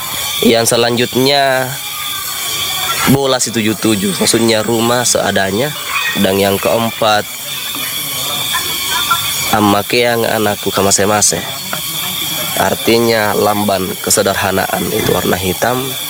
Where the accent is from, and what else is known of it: Kajang, South Sulawesi, Indonesia